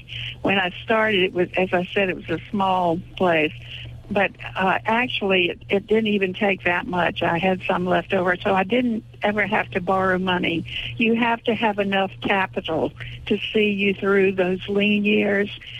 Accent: Richmond, Virginia, United States; moved away as an adult; also born or lived in Flintwood, Virginia / Charlottesville, Virginia; now in Raleigh, United States; I moved to Whistville when I was just one, and then soon after that moved to Richmond. So I was really raised in Richmond, then moved to Charlottesville for 22 years. And then I left Virginia for the first time in my life.

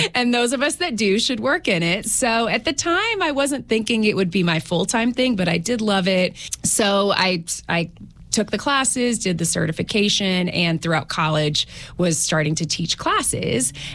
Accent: Marion, Virginia, United States; now in Los Angeles, United States; I'm from Marion, born and raised.

